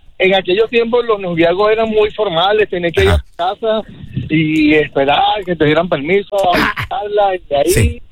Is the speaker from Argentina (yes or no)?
no; Maracay, Aragua, Venezuela; moved away; en Maracay, claro, sí. Yo soy venezolano.